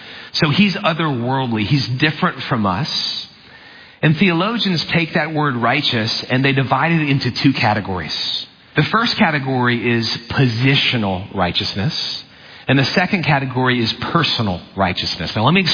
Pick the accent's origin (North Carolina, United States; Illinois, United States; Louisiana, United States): Louisiana, United States; New Orleans; I grew up in the New Orleans area.